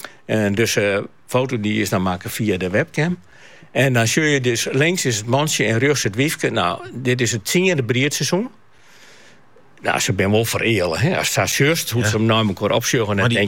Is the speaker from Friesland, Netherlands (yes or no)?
yes; Friesland, Netherlands; Nou ben ik een Fries